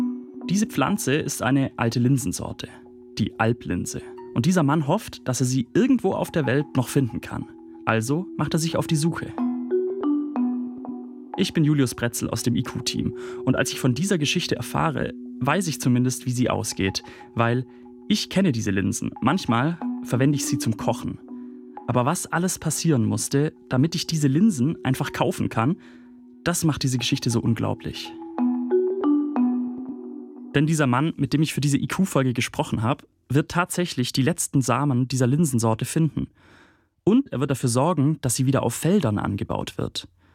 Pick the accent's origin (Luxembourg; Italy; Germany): Germany; Swabia; Als Schwabe könnte auch ich mich da reinlegen.